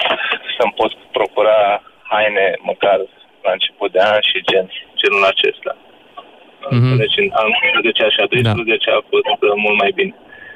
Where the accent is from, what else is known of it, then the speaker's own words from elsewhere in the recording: Brebu, Prahova, Romania; În Prahova, la Brebu, în Pietricea, am învățat.